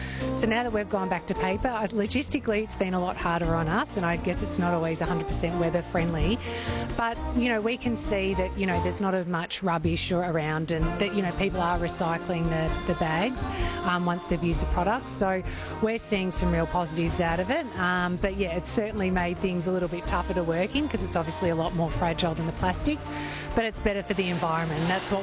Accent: Melbourne, Victoria, Australia; I'm actually from Melbourne

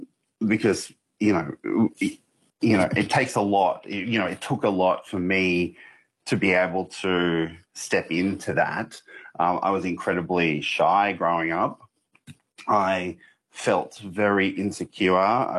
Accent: Bourke, New South Wales, Australia; growing up in Bourke. We only had three channels, SBS, ABC, and Nipaja.

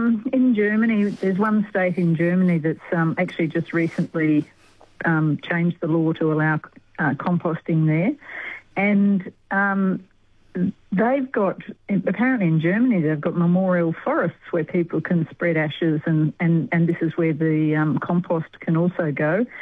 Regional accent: Australia; And because I'm Australian and we're a direct sort of people, I'd say human composting

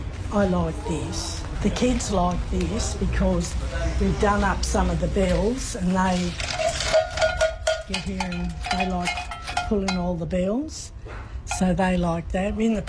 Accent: Tamworth, New South Wales, Australia; I grew up in Tamworth.

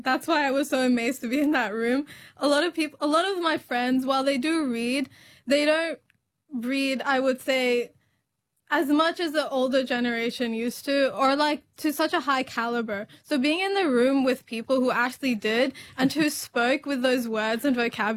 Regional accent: Australia; I grew up in Australia knowing that I was very privileged to live this life and to have citizenship that protects me

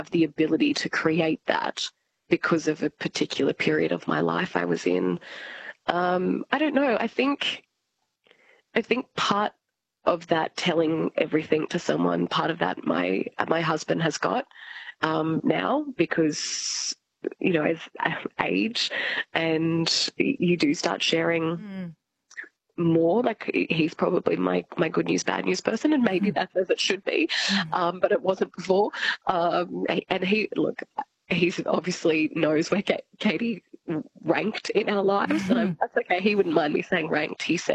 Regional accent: Albury, New South Wales, Australia; So I'm from Albury.

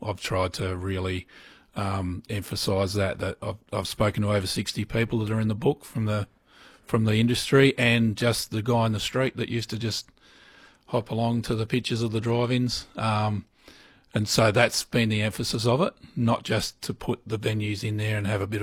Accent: Adelaide, South Australia, Australia; when I was growing up in Adelaide

